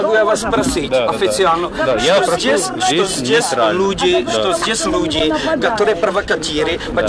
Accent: Czechia; Меня не надо скрываться. Я из Чешской Республики.

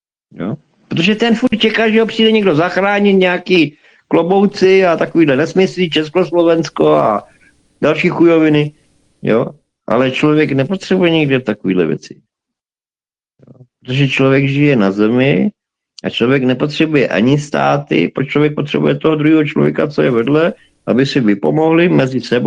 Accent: Slovakia; já jako hrdej Slovák

